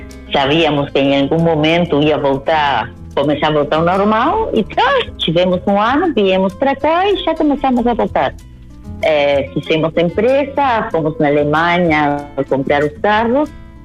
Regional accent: Río Branco, Cerro Largo, Uruguay; born there; accent: Brazilian Portuguese; Portuguese is a second language; also born or lived in Melo, Uruguay; eu nasci em Melo e... Vim para Rio Branco, que a família da minha mãe é daí.

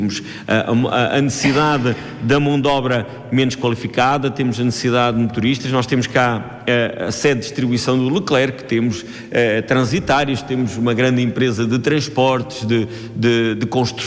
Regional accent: Bustos, Centro, Portugal; na minha terra, em Bustos, uma das nossas vilas

